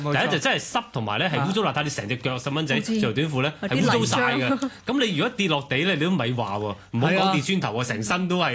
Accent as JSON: {"language": "Cantonese", "region": "Hong Kong Island", "country": "Hong Kong", "tie": "born there", "said": "我細個就尤其是香港島咧"}